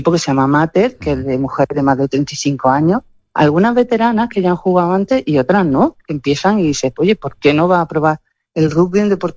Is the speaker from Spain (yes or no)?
yes; Bilbao, Basque Country, Spain; born there; now in Granada, Spain; yo nací en Bilbao por ocasión, por circunstancias de la vida.